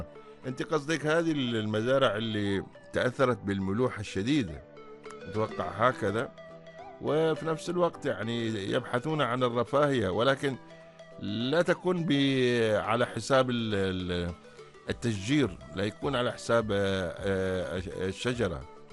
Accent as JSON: {"language": "Arabic", "country": "Oman", "said": "اللهم احفظ بلادنا سلطنة عمان"}